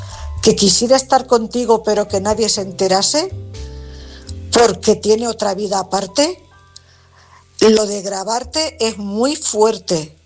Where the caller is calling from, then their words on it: Cuenca, Castilla-La Mancha, Spain; Buenas noches … corresponsal de Cuenca.